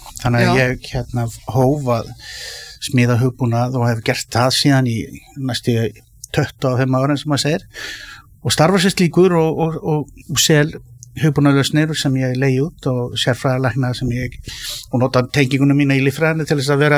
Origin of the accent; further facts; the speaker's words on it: Kópavogur, Capital Region, Iceland; ég er Kópavogsbúi og hérna var í MK á sínu tíma